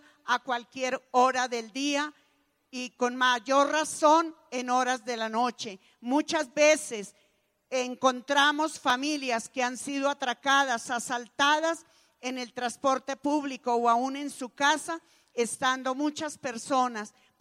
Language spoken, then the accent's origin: Spanish; Colombia; que todos nosotros como colombianos, hermanos en Cristo, bautizados, pidamos al Santo Espíritu de Dios